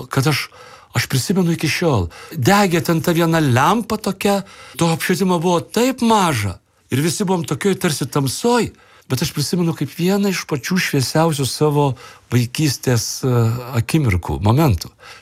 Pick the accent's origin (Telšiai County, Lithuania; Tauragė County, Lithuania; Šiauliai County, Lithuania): Tauragė County, Lithuania; aš gimiau Tauragės rajone prie pat mažosios Lietuvos sienos. Ir mūsų bendruomenėje buvo dalis katalikų, dalis evangelikų